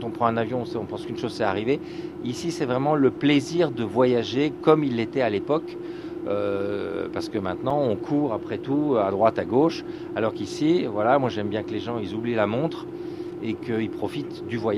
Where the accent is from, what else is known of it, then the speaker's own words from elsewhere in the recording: Liège, Wallonia, Belgium; Alors, mais sachant que je suis liégeois, donc Agatha Christie, j'avais lu tous ses livres à l'âge de 12 ans.